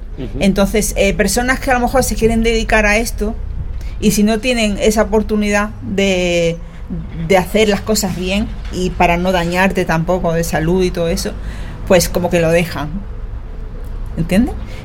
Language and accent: Spanish; Cádiz, Andalusia, Spain; El ser reconocida en mi tierra.